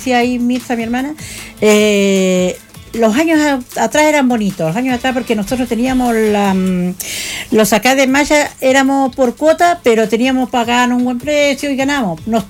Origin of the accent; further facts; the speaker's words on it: Caleta San Pedro, Coquimbo, Chile; Nacida y criada en Caleta San Pedro.